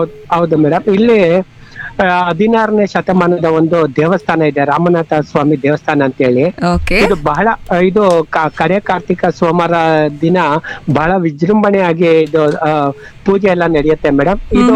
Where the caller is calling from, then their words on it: Bengaluru, Karnataka, India; ಬೆಂಗಳೂರಿನಿಂದ